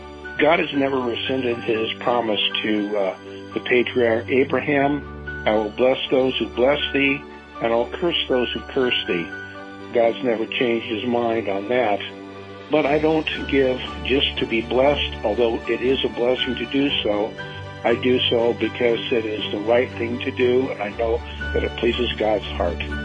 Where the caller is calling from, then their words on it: Ridgeville, Indiana, United States; I'm calling from Ridgeville, Indiana.